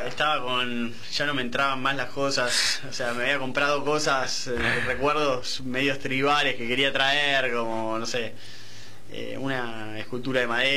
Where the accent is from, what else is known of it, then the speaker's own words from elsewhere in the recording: Argentina; Nosotros normalizamos Argentina, pues somos argentinos